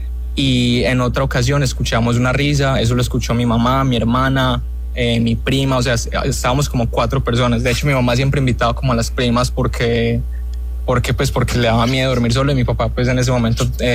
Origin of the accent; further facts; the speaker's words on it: Medellín, Antioquia, Colombia; now in Fort Lauderdale, United States; me comunico desde Fort Lauderdale, Florida, pero soy de Medellín.